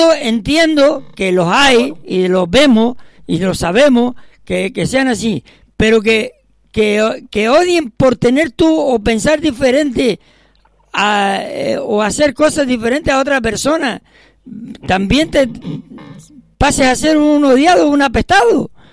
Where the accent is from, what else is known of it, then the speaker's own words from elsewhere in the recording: San Mateo, Canary Islands, Spain; now in Santa Brígida, Spain; yo estaba en San Mateo y me tengo que venir allí, ¿por qué? ¿Por qué me tengo que venir de allí, de mi pueblo, tengo que marcharme y venirme aquí abajo a Santa Brígida?